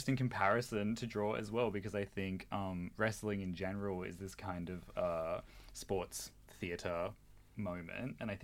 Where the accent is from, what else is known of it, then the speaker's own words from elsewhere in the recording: Australia; I'm Australian